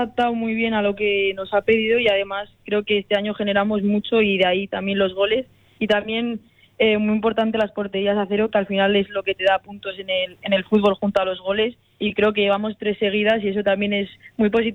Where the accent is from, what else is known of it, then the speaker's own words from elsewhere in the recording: Calahorra, La Rioja, Spain; moved away as an adult; also born or lived in Barcelona; now in Navarre, Spain; a mí Logroño, ¿no?, que es de mi tierra